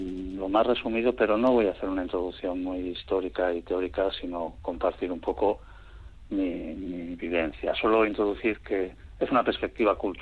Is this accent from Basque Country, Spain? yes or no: yes; Bermeo, Basque Country, Spain; also born or lived in Barcelona; estos proyectos que me llevaron aquí a mi tierra, a Bermeo principalmente, donde fui a parar después de marchar de Barcelona.